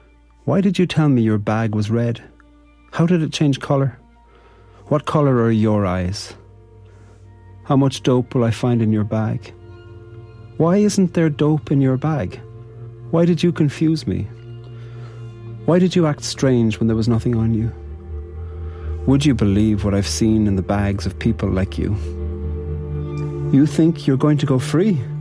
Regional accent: Ireland; I'm a poet from Ireland.

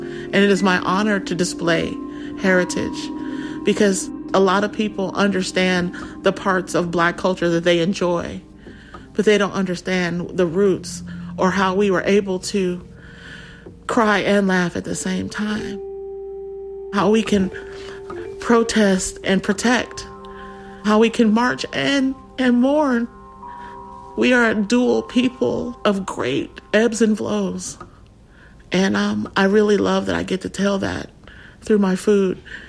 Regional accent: Louisiana, United States

